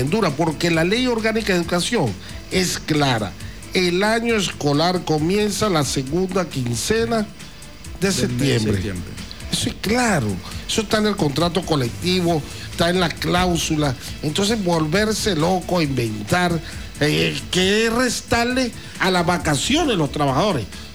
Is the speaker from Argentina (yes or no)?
no; Venezuela